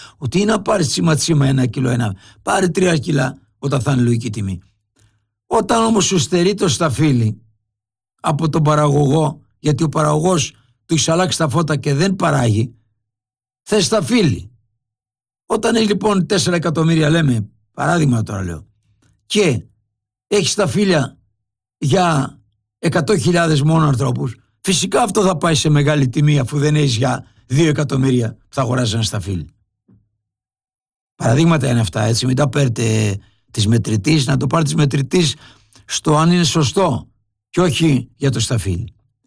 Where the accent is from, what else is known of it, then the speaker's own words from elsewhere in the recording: Livadeia, Central Greece, Greece; από Λιβαδιά, κύριε Ηλία.